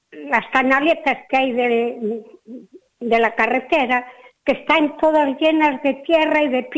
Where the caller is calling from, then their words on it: Pontevedra, Galicia, Spain; Es aquí en Couso Lérez.